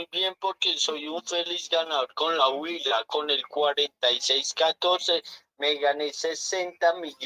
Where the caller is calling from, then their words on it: Villapinzón, Cundinamarca, Colombia; De Villapinzón, Cundinamarca, profesor.